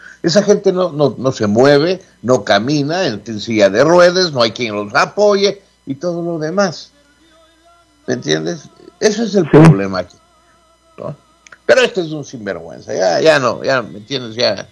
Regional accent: United States; Spanish is a second language; Pero antes era un orgullo decir: pucha, soy americano. Llegaba al Ecuador y me insultaban, y yo decía: pues sí, con mi país no te metas

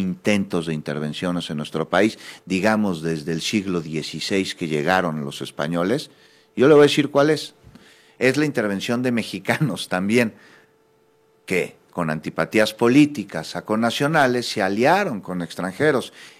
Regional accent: Mexico; la defensa de la soberanía y de la independencia es algo que nos debe unir como mexicanos, como mexicanas.

